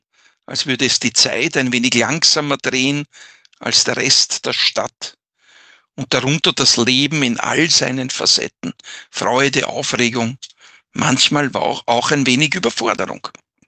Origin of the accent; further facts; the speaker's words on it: Vienna, Austria; genau dort zwischen Böcklinstraße, Rustenschachallee, dem Prater, der Hauptallee, haben meine Wurzeln begonnen, sich zu formen.